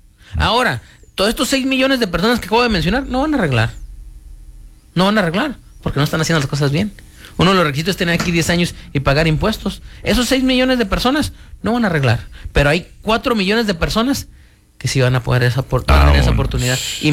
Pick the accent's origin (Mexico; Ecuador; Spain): Mexico; desde que venimos de México, sabemos que corremos ese riesgo, es lo que es, ¿para qué nos hacemos locos?